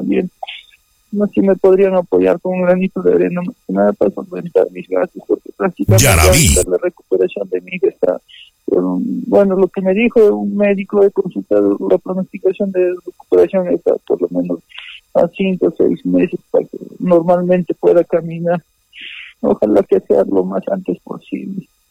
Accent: Cusco, Peru; sí, yo soy de Cusco, de la provincia de Canchis.

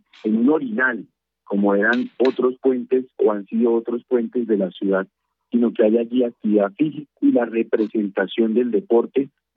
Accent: Boyacá, Colombia; nosotros, los boyacenses, a mucho honor

